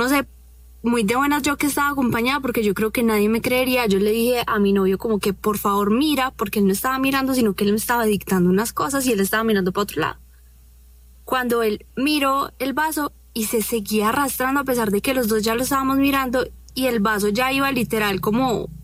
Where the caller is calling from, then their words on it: Armenia, Quindío, Colombia; Desde Armenia.